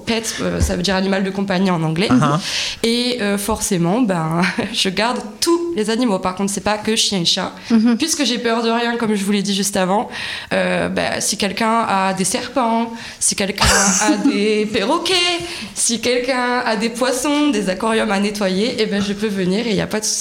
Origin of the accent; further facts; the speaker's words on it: Brittany, France; moved away as an adult; now in Gers, France; C'était en Bretagne, puisque je suis bretonne.